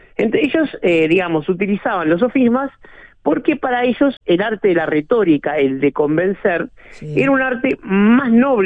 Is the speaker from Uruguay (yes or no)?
yes; Uruguay